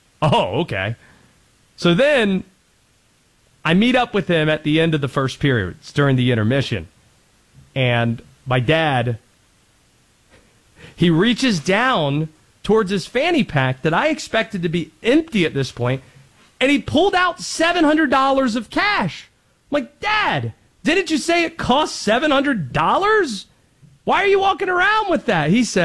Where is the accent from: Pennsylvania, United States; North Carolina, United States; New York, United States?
North Carolina, United States; my dad, we grew up right outside of Raleigh, diehard Canes fan.